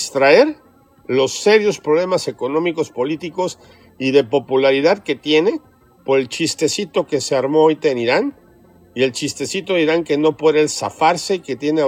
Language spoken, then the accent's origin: Spanish; Mexico; now in abroad; lo digo contundentemente como mexicano que vive en el extranjero.